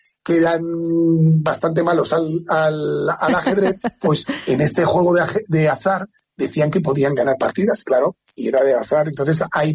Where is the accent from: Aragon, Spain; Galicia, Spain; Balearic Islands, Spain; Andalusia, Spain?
Aragon, Spain; La Almunia de Doña Godina; como la Almunia, que yo soy de la Almunia y demás